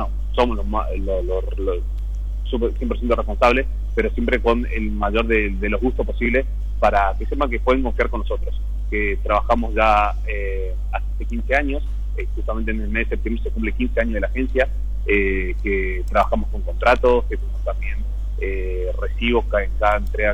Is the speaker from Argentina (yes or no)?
yes; Puerto Iguazú, Misiones, Argentina; De Iguazú, sí, yo, bueno, porque soy de Iguazú, sí.